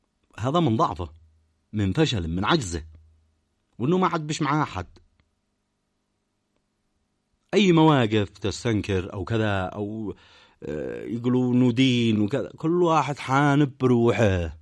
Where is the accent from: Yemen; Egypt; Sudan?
Yemen; على بلادنا اليمن؟